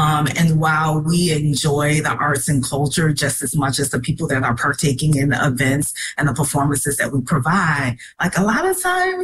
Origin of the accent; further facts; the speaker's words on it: Chicago, Illinois, United States; Yeah, you know, having grown up in Chicago, again, I grew up in North Lawndale, I currently live in Austin.